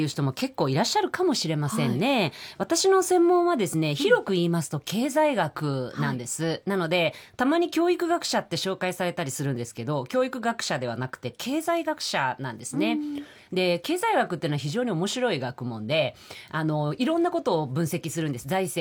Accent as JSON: {"language": "Japanese", "region": "Nara", "country": "Japan", "tie": "born or raised there", "said": "私の高校の友達も結構やっぱ地元に残ってる子が多いから、うん、東京で奈良の方に会うってすごいね"}